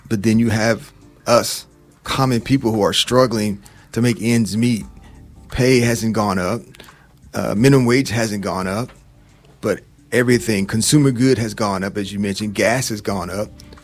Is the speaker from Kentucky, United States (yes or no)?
yes; Lexington, Kentucky, United States; Growing up here in Lexington, a single mother with five children living in the projects.